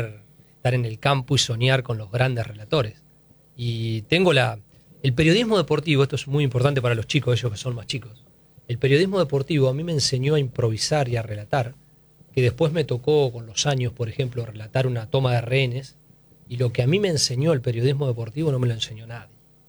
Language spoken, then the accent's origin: Spanish; Bolívar, Buenos Aires Province, Argentina; moved away; ayer estaba volviendo de Bolívar, yo soy de Bolívar, fui a visitar a mi familia